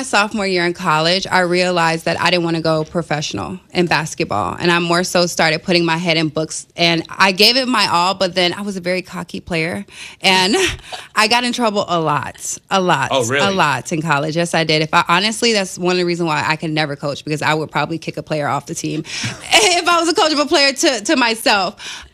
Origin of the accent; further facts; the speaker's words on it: Vero Beach, Florida, United States; because I'm from Vero Beach, Florida, and it's where the Dodgers used to spring train at. So I was a little Dodger growing up.